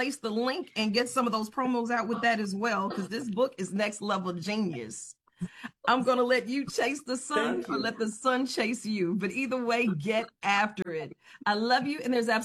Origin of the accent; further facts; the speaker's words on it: Louisiana, United States; Louisiana, deep down south. Come on down here and visit us soon.